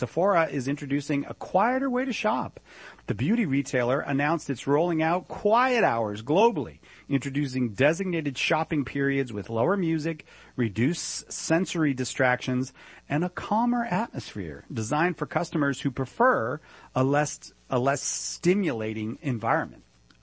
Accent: Boston, Massachusetts, United States; See, I'm from Boston.

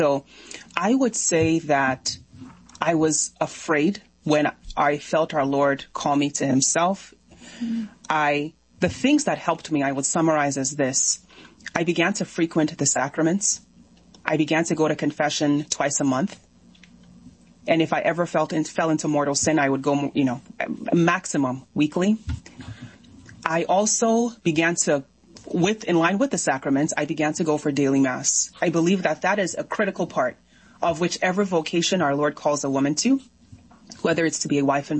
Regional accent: Nigeria; speaking on the origin of my life and where I'm from. I'm Nigerian by origin.

